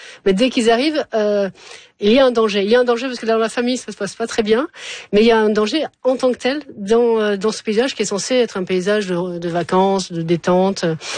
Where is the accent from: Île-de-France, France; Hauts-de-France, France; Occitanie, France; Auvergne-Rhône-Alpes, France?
Occitanie, France; Montpellier; born there